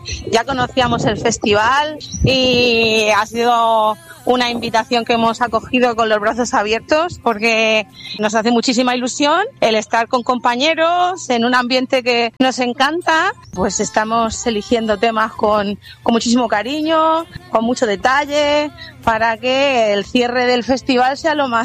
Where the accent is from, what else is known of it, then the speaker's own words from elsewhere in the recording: Cartagena, Region of Murcia, Spain; La mayoría somos de Cartagena, así que somos gente bañada por el Mediterráneo.